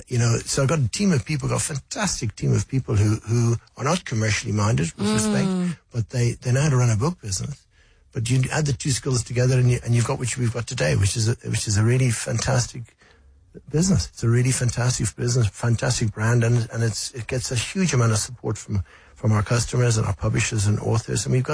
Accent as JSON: {"language": "English", "country": "South Africa", "said": "So South Africa is home, it's home for me and my family, and it's been very good to me, and I'm absolutely a South African bear, so I love South Africa."}